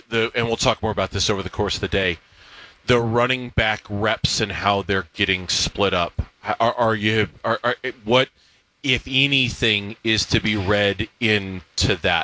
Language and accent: English; Arizona, United States; I grew up here in Arizona.